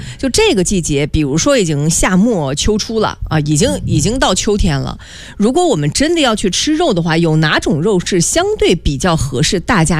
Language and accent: Chinese; China